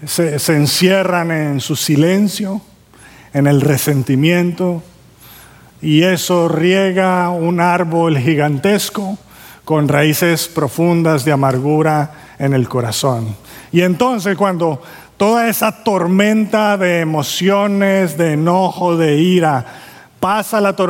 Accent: Caribbean coast, Colombia; yo nací en Colombia y yo nací en la costa de Colombia. Y como buenos niños costeños, salíamos a jugar con nuestros amiguitos del barrio, de la calle.

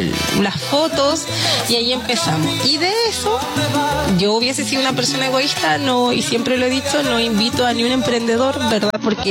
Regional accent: Spain; born there; moved away; Yo nací allá, en España.

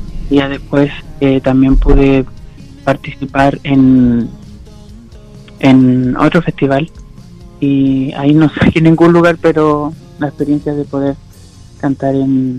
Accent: Maullín, Los Lagos, Chile; now in Puerto Varas, Chile; en Maullín, ya que nací y fui criado casi toda mi infancia y adolescencia allá.

